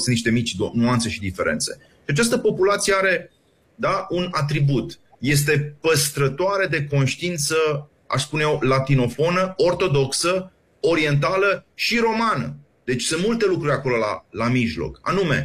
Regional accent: Romania

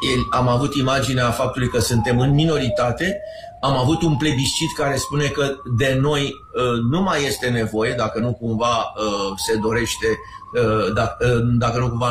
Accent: Romania; și noi ca români

